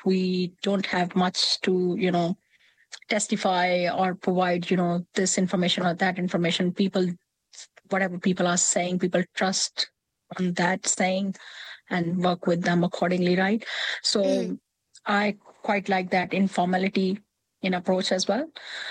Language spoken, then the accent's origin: English; Lahore, Punjab, Pakistan; moved away as an adult; now in New Zealand; You know, I come from Lahore, Pakistan. It's very crowded, very busy area.